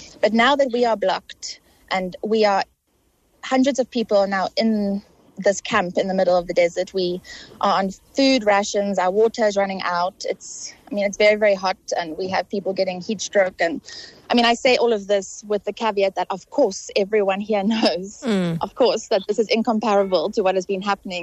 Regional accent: South Africa; as a South African, I carry that very close to my heart in this mission

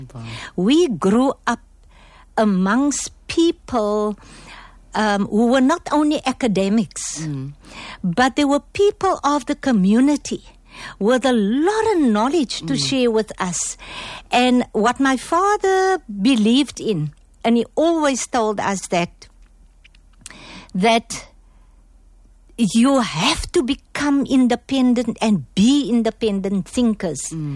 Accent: Cape Town, Western Cape, South Africa; Growing up in this, I was born in District 6. And growing up in District 6 to the age of 4, I can't very much remember anything about those 4 years.

